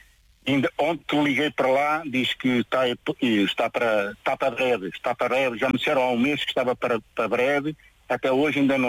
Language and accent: Portuguese; Cabeceiras de Basto, Braga, Portugal; Cabeceiras de Bastos.